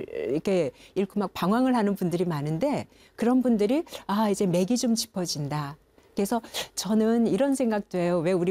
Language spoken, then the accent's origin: Korean; Gangwon, South Korea; 그 당시에 종교는 제가 강원도, 고향이 강원도인데